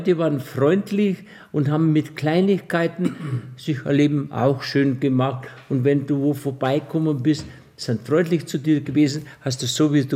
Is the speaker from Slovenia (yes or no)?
yes; Bled, Upper Carniola, Slovenia; moved away as an adult; now in Siegerstetten near Landshut, Germany; Ich komme aus den Nordslowenien, bin ja ein Oberkrainer. So wie es da Niederbayern, Oberbayern ist da Oberkrain. Und da ist ein Ort, der Bled heißt. Also bin ein Bleder. Ist ein armes Land gewesen. Ist nicht viel da gewesen, aber die Leute waren freundlich und haben mit Kleinigkeiten sich ein Leben auch schön gemacht